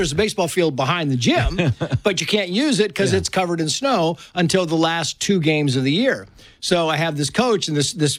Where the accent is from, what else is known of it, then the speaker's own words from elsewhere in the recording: Mammoth Lakes, California, United States; Yeah, it's my hometown. Mammoth is my hometown.